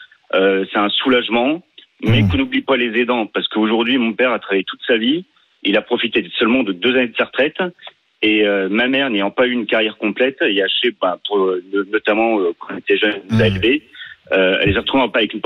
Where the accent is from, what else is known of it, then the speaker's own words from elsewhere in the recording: Bourgogne-Franche-Comté, France; je suis originaire de Saône-et-Loire, hein, comme Didier, du côté entre Givry et Mercuré